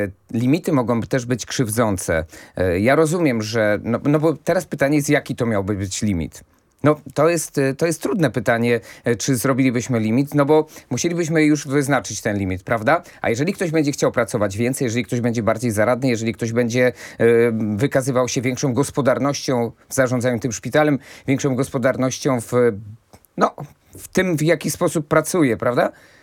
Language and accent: Polish; Kraków, Lesser Poland, Poland; akurat z Krakowa, jestem z Krakowa